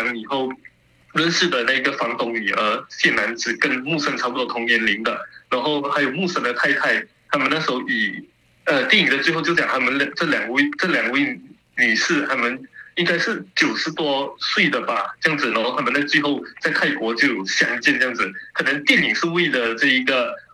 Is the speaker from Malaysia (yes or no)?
yes; Malaysia; accent: Malaysian; 我用我们马来西亚的口音